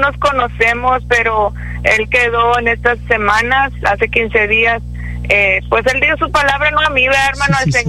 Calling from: Díaz Ordaz, Mexico; Soy de Díaz Ordaz, hermano.

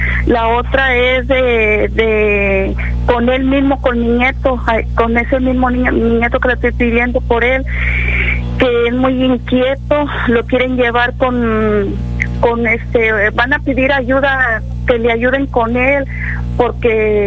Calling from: Matamoros, Tamaulipas, Mexico; soy de aquí de Matamoros

